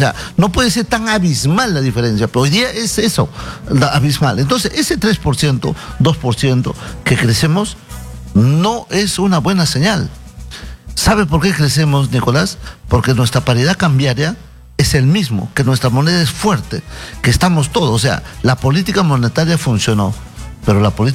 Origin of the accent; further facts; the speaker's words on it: Peru; somos más los peruanos que amamos un estado de tranquilidad